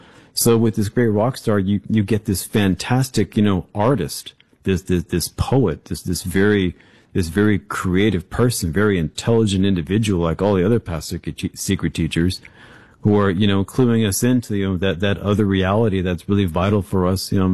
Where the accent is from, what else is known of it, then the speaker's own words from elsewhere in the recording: Miami, Florida, United States; born there; I was born in On October 7, 1970, in Miami, Florida, just about a mile and a half away from the Dade County Courthouse